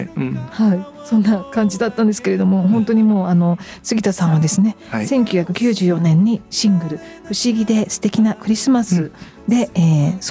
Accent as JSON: {"language": "Japanese", "region": "Kagawa", "country": "Japan", "tie": "born or raised there", "moved": "yes", "lives_now": "Tokyo, Japan", "said": "あの実家 の、 あの地元の香川県の方では、"}